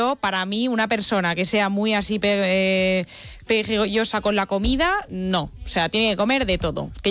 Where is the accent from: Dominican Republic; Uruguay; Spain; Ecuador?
Spain; que eso como buena española tiene que haber un bar.